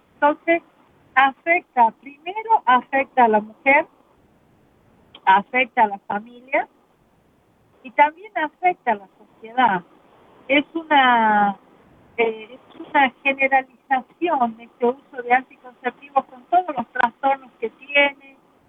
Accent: Argentina; moved away; nosotros en Argentina, yo soy de Argentina

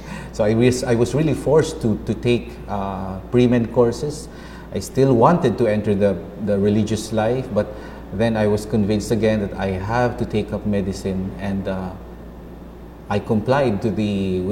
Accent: Marikina, Metro Manila, Philippines; I grew up in Marikina City, and coming from a very, very Catholic family.

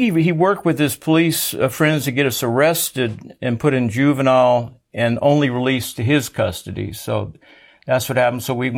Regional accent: San Antonio, Texas, United States; born there

